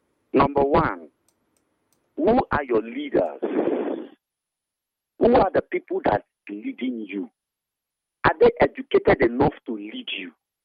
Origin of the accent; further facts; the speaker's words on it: Bayelsa, Nigeria; I'm a gentleman from Bayelsa.